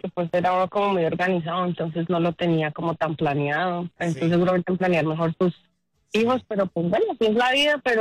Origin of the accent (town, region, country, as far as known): Bogotá, Colombia